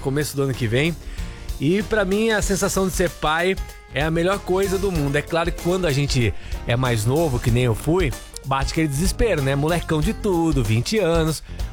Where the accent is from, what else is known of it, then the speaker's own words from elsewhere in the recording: Araras, São Paulo, Brazil; É, eu sou de Araras